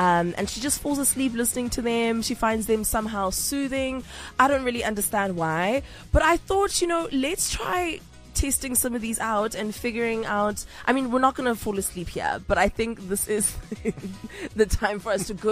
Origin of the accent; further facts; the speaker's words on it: South Africa; It's always a good day to wake up South African. I think being South African is the biggest flex emhlabeni.